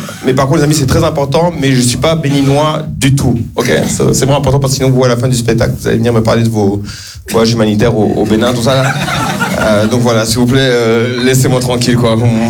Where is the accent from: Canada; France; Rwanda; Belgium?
Rwanda; Je suis un Rwandais souriant et optimiste.